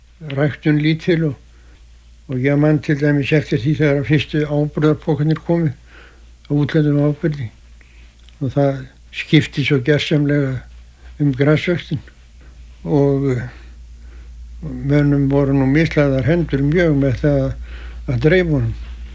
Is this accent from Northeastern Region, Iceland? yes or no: yes; Arnarvatn, Northeastern Region, Iceland; Ég er fæddur 1923 á Arnarvatni Mývarsveit og ólst þar upp til fullorðins ára.